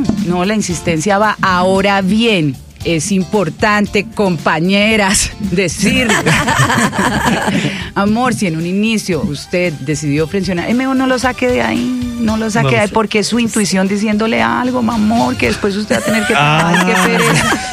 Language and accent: Spanish; Cali, Valle del Cauca, Colombia; also born or lived in Bucaramanga / Cartagena; now in Medellín, Colombia; yo soy caleña, criada entre Cali y Bucaramanga, con abuelos por ambas partes de Río Negro, Antioquia.